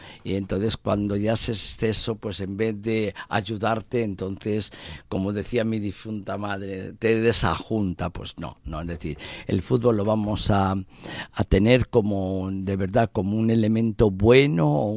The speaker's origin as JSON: {"language": "Spanish", "country": "Spain", "moved": "yes", "said": "yo soy español, ¿eh? Soy español de origen"}